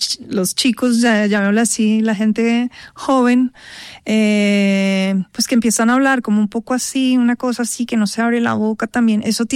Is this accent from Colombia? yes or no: yes; Colombia; entonces te encuentras con alguien afuera y dices, no, pero ¿tú colombiana? Sí, pero hablas diferente, ¿no?